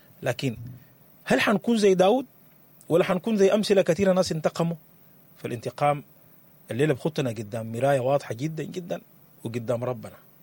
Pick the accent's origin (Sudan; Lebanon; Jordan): Sudan; بلدنا السودان